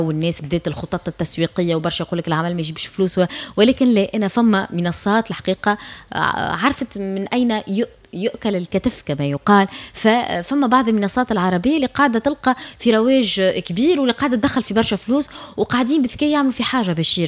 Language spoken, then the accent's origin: Arabic; Tunisia; accent: Tunisian dialect